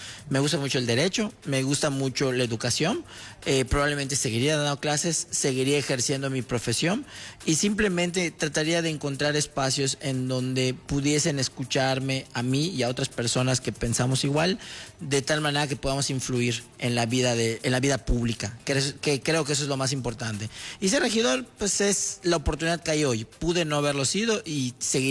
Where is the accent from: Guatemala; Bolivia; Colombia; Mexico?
Mexico; Mérida, Yucatán; yo soy un yucateco, nací, crecí aquí en la ciudad de Mérida, tengo 36 años, crecí aquí en la colonia de Yucatán, aquí cerquita de donde nos encontramos.